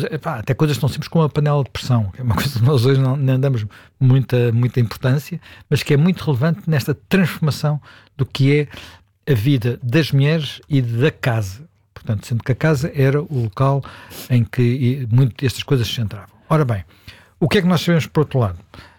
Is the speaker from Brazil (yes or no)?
no; Lisbon, Portugal; born there